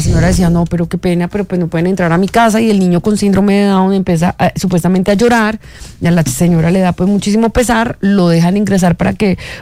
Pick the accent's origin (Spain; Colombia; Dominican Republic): Colombia; Villavicencio, Meta; now in Bogotá, Colombia; yo no soy rola, yo soy de Villavicencio